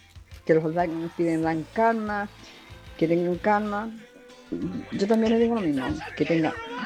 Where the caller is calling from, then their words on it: Chile; si somos chilenos